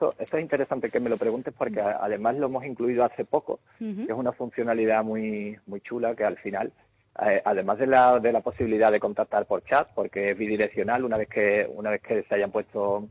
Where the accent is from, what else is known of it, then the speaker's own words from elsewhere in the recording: Chipiona, Andalusia, Spain; now in Seville, Spain; yo soy de Cádiz, soy de Chipiona